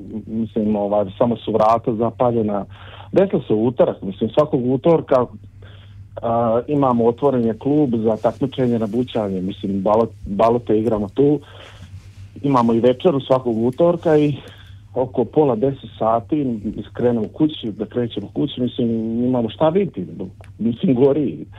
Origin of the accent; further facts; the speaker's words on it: Zemunik Gornji, Zadar County, Croatia; born there; Rođen sam u Dalmaciji, Zadar, blizu Zadra, Zemuni Gornji.